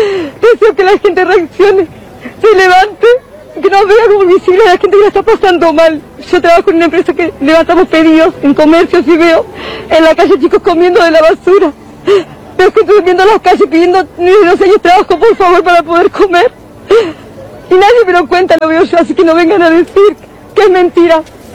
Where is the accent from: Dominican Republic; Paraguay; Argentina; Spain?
Argentina; Luján, Buenos Aires Province; Sí, soy de Luján